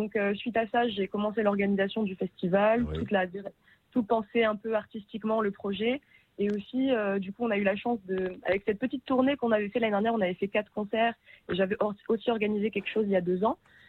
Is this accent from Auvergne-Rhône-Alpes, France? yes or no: no; Occitanie, France; now in Germany; tout est parti du fait que moi je suis originaire des Vallées des Gaves.